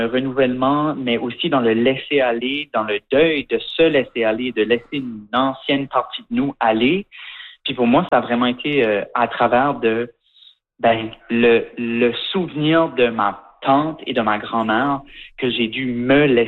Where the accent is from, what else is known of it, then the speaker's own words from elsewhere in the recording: Shediac, New Brunswick, Canada; now in Montreal, Canada; moi j'ai grandi à Shediac au Nouveau-Brunswick.